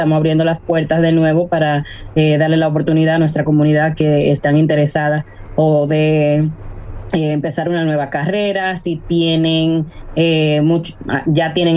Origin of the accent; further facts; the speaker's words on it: Cibao, Dominican Republic; accent: Cibaeño; Y yo sé que yo tengo mi acento y soy bien cibaeña. No lo niego.